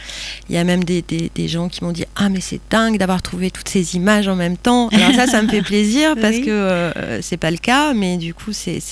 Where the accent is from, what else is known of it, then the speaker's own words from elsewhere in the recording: Île-de-France, France; moved away as an adult; now in Sète, France; au départ de région parisienne, mais je vis à Sète depuis 3 ans, dans le sud de la France.